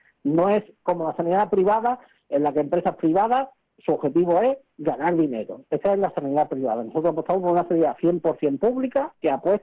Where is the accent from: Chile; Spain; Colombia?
Spain; Ronda, Andalusia; yo soy de Ronda.